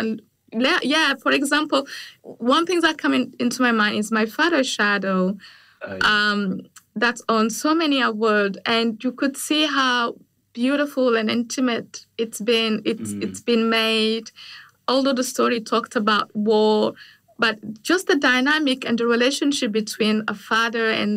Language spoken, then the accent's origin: English; Niger; born or raised there; English is a second language